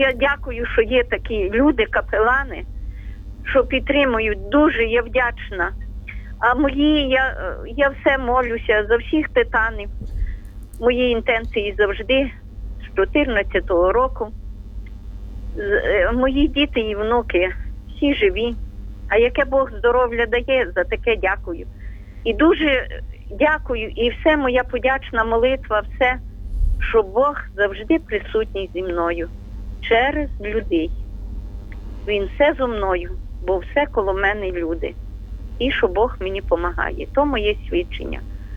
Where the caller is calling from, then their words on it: Ternopil Oblast, Ukraine; але з Тернопільщини.